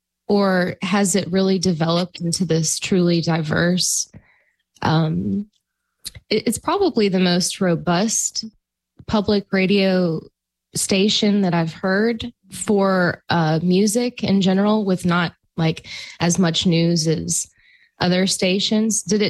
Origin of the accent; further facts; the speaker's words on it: Georgia, United States; I'm from Georgia.